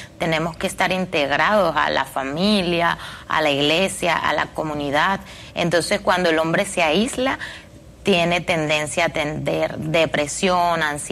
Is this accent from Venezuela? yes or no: yes; Venezuela; moved away as an adult; also born or lived in New York; now in Miami, United States; yo soy venezolana y me gradué en Venezuela